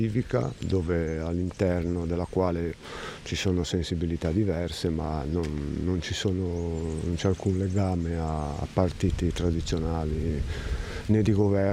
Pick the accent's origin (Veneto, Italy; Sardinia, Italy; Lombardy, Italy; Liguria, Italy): Liguria, Italy; Pietrabruna; pur essendo legato in maniera viscerale a Pietrabruna, perché io sono cresciuto qui fino a dopo l'università, i miei genitori abitano ancora qua, i miei amici di infanzia abitano qua, quindi è il mio paese, voglio dire. Non mi sento altro che se non di Pietrabruna.